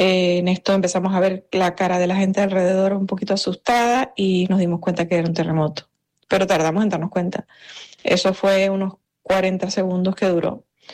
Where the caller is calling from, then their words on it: Panama City, Panamá, Panama; Yo vivo en la ciudad de Panamá. La ciudad de Panamá se encuentra cerca del Pacífico, enfrente del Pacífico.